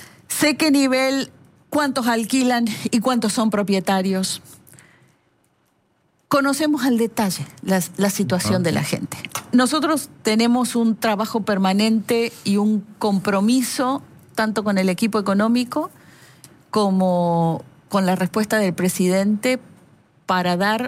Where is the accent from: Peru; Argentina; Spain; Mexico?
Argentina; Córdoba